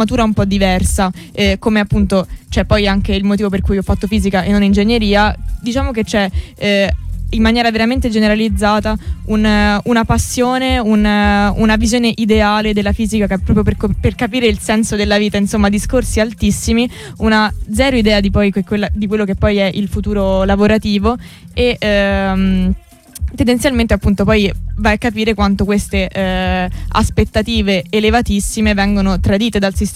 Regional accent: Rome, Lazio, Italy; E appunto io stessa so de Roma e sono qui per un motivo.

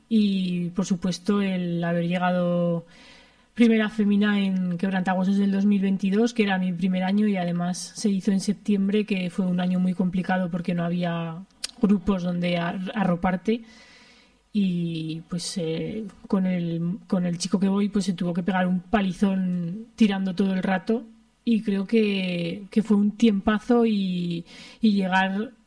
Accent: Alfamén, Aragon, Spain; la carretera de mi pueblo, de Alfamén a Calatorao

